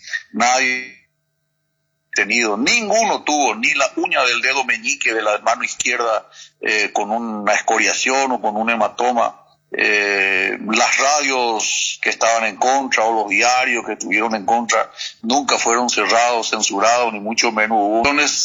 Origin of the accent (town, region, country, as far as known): Paraguay